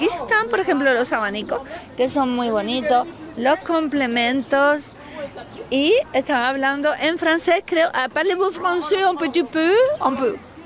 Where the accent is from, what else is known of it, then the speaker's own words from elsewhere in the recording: Andalusia, Spain; accent: Andalusian; Pero claro, aquí en el sur hablamos con acento andaluz.